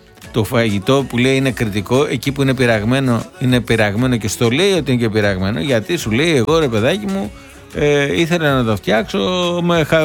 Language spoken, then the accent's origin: Greek; Corfu, Ionian Islands, Greece; Είμαι από Κέρκυρα και φέτος το Πάσχα ήμουν στην Κέρκυρα.